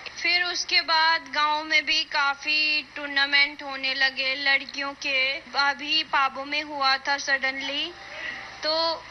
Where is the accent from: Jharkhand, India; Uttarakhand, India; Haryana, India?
Uttarakhand, India; Pauri district; मैं पौड़ी डिस्ट्रिक्ट से हूँ। मेरे गांव का नाम मरगांव है जो कि खिरसू ब्लॉक में आता है।